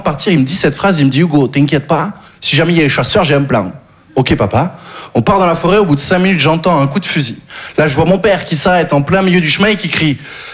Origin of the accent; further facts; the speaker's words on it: Occitanie, France; Je viens du sud, j'ai grandi dans le Gard. Le Gard, vous connaissez ? Disneyland pour les chasseurs.